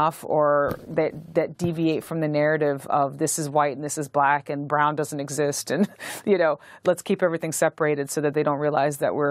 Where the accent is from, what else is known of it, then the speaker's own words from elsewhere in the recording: North Carolina, United States; Yeah, I'm from North Carolina, from a mixed family, mixed black and white.